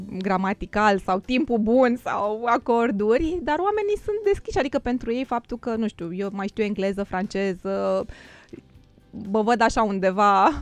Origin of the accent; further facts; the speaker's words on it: Pitești, Argeș, Romania; Uite, și Diana, sora noastră de dor, până când n-a citit textul meu din carte, nu știa că sunt din Pitești. Pentru că păream destul de bine integrat aici.